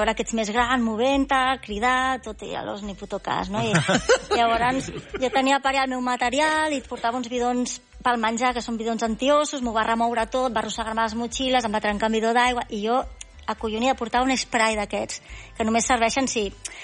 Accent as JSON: {"language": "Catalan", "region": "Catalonia", "country": "Spain", "said": "Bueno, és que a Espanya, a la península, els dos que hi ha som catalans."}